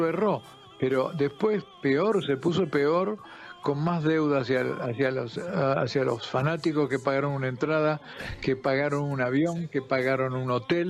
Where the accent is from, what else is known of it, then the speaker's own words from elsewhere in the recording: Argentina; yo, como buen argentino desconfiado, canté un tema